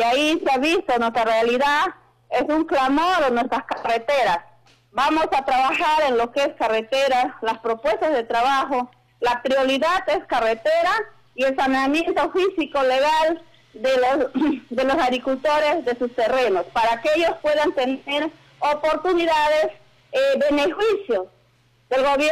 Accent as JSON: {"language": "Spanish", "country": "Peru", "tie": "born or raised there", "said": "siento orgullosa como haitiana de servir a mi población, y no les voy a defraudar. Voy a seguir trabajando acá en mi pueblo, que me vio nacer, me vio crecer"}